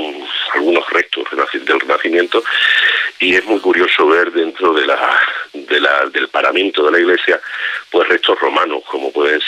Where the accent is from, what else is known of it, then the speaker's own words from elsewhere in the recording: Monesterio, Extremadura, Spain; los monasterienses, vayamos donde vayamos, diciendo que somos de Monasterio